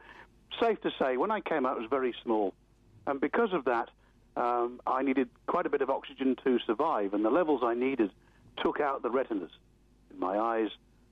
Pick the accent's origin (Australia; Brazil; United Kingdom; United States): United Kingdom; Newcastle upon Tyne, North East England; born there; Well, I was born in Newcastle upon Tyne, up in the northeast of England, a land that at the time was going through a very difficult time.